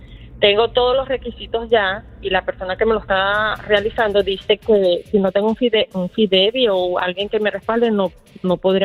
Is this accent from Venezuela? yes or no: yes; Venezuela; now in United States; Yo soy venezolana y vine hace 10 años, vamos a decir.